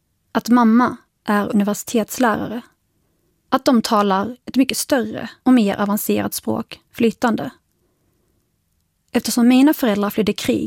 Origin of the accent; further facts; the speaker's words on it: Sweden; det inte går att se på mig att jag är svensk. Det är en identitet som främst existerar inom mig. Under min uppväxt har jag ofta kallats invandrare.